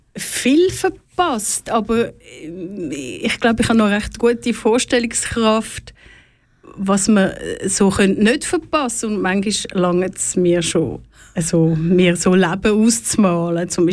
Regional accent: Dübendorf, Zurich, Switzerland; Ich bin in Dübendorf aufgewachsen.

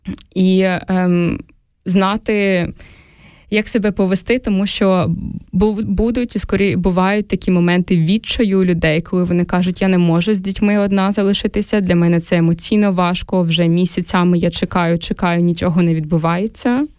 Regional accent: Zaporizhzhia, Zaporizhzhia Oblast, Ukraine; Мені було 16 тоді, коли війна застала нас в Запоріжжі. Я виросла в Запоріжжі.

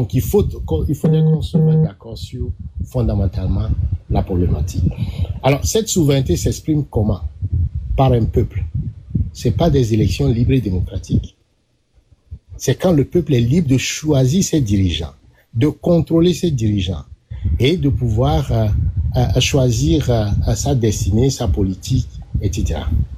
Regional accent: Togo; Et donc, en tant que Togolais, je ne peux pas rejeter les élections.

